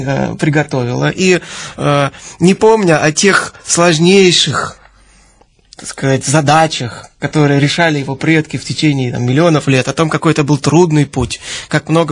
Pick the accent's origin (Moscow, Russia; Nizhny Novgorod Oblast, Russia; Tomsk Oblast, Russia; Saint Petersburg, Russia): Saint Petersburg, Russia; ну, пусть петербуржцы не обижаются, я сам петербуржец